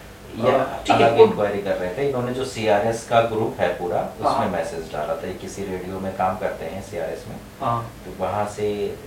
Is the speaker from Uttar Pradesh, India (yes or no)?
yes; Uttar Pradesh, India; born there; moved away as an adult; मैं first time बाहर निकला सर गाँव से, जब मैं लखनऊ गया इंजीनियरिंग करने.